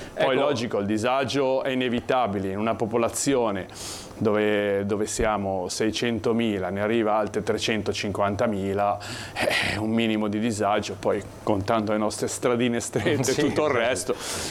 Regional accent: Genoa, Liguria, Italy; Da genovese le senti di più perché logicamente ce le hai in casa.

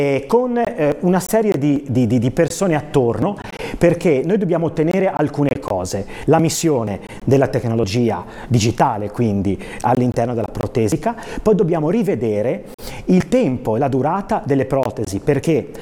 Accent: La Spezia, Liguria, Italy

